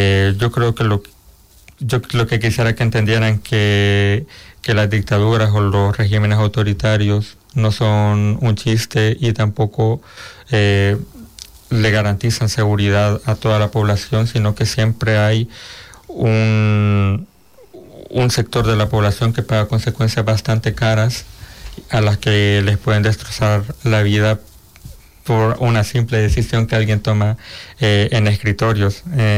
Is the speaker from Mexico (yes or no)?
no; El Salvador; moved away as an adult; now in Spain; digo que soy de El Salvador